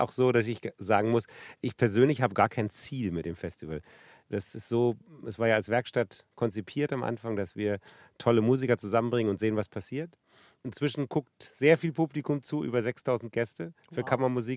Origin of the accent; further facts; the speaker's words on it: Berlin, Germany; Ein Album zu meiner Jugend in Ost-Berlin.